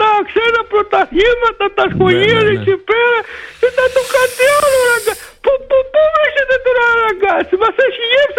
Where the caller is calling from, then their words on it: Crete, Greece; Εγώ είμαι από την Κρήτη, με κριτήκαρος.